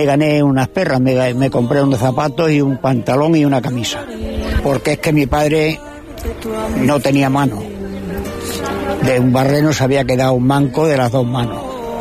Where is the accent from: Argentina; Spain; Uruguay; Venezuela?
Spain; Cabrero, Extremadura; el sastre ese iba a mi pueblo, a Cabrero.